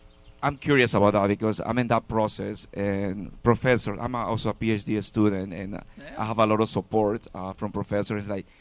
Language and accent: English; Ecuador; English is a second language; now in United States; because I came here. I'm from Ecuador.